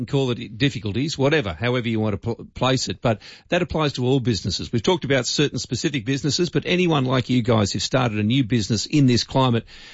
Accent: Moruya, New South Wales, Australia; my hometown of Maruya on the South Coast

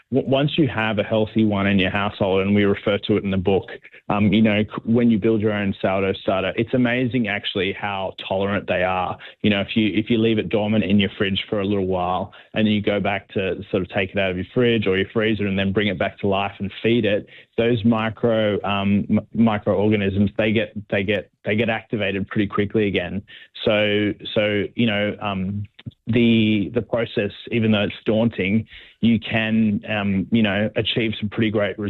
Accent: Sydney, New South Wales, Australia; also born or lived in Melbourne; Well, yeah, I was you know, living in Sydney. I'm from Sydney originally.

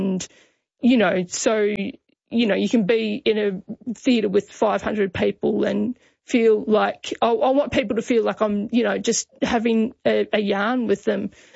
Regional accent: Albury, New South Wales, Australia; then it's Albury, which I'm very excited because that's my hometown.

